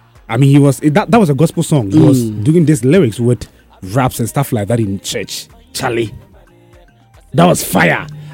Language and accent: English; Ghana; I'm a Ghanaian.